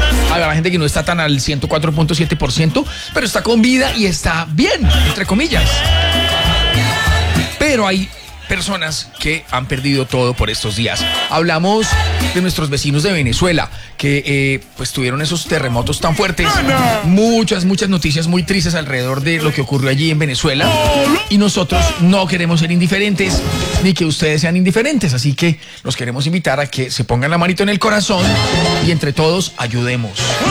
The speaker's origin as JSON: {"language": "Spanish", "country": "Colombia", "said": "todos los colombianos nos sentimos ahí atraídos."}